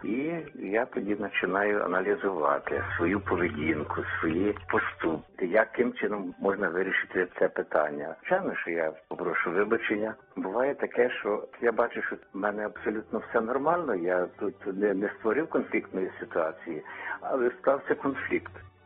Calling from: Kyiv, Ukraine; Місто Київ.

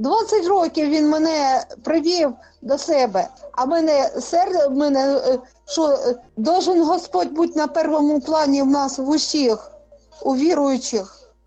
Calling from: Kharkiv Oblast, Ukraine; Із Харківщини.

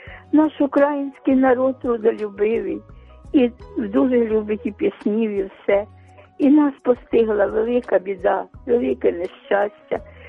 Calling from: Kyiv, Ukraine; я з Оболоні, з Києва.

